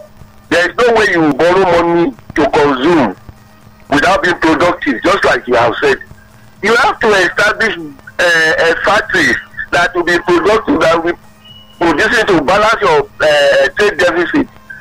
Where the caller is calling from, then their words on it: Oba, Nigeria; Yeah, from Oba.